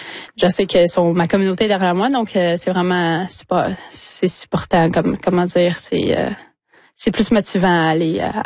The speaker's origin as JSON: {"language": "French", "town": "Trois-Rivières", "region": "Quebec", "country": "Canada", "tie": "born or raised there", "also_born_or_lived": "Wemotaci", "lives_now": "Montreal, Canada", "said": "J'ai grandi en ville et un peu à Wimontashi, justement. J'ai grandi à Trois-Rivières"}